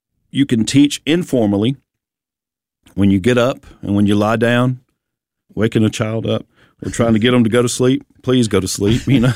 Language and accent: English; Bible Belt, United States; born or raised there